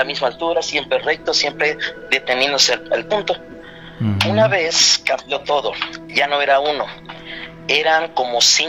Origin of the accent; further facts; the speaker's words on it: Atlixco, Puebla, Mexico; Yo soy de Puebla. Sí, señor. Pero toda mi vida viví en Atlixco.